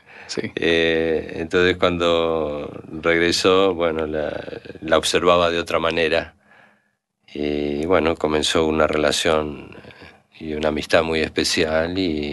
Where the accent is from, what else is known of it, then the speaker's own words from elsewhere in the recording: Buenos Aires, Argentina; Sí, ambos nacimos en Buenos Aires. Nosotros decimos que nos conocimos desde la preexistencia porque nuestros padres se conocieron siendo ellos solteros. Y así que ambos nos criamos juntos